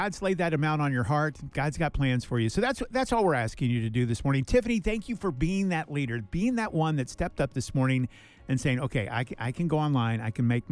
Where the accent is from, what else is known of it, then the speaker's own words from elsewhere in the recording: Pine River, Minnesota, United States; I'm from Pine River, Minnesota.